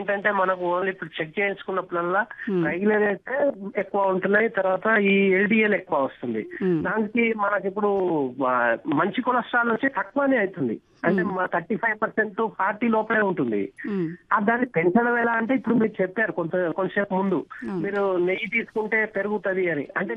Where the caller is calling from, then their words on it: Chennai, Tamil Nadu, India; నేను చెన్నై నుంచి మాట్లాడుతున్నాను